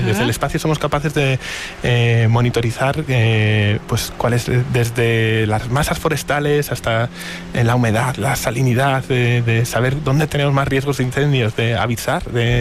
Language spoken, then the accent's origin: Spanish; Castile and León, Spain; cuando tenía 11 añitos recuerdo ver en mi pueblo, en León, un eclipse parcial.